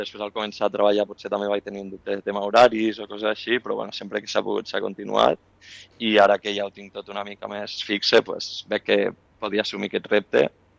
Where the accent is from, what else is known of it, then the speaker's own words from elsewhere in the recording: La Seu d'Urgell, Catalonia, Spain; moved away; Jo sóc de la Seu d'Urgell, sí.